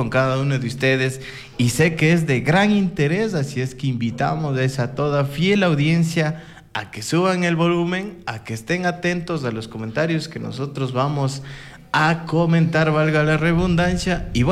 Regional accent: Cajabamba, Chimborazo, Ecuador; De Colta, correcto, de Cajabamba. Yo soy oriundo de Cajabamba.

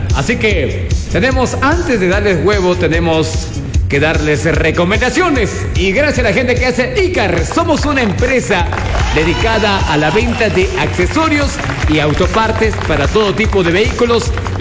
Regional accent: Ecuador; somos ecuatorianos y así somos, indecisos.

